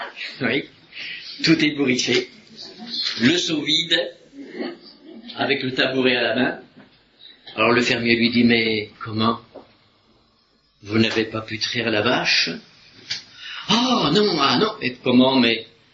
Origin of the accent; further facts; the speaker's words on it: Hauts-de-France, France; Ces deux gars du Nord, vous voyez, je suis du Nord aussi, hein.